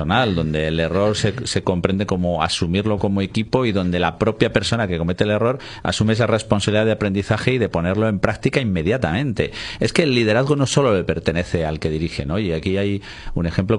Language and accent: Spanish; Spain; yo quería que ganase España, evidentemente, como español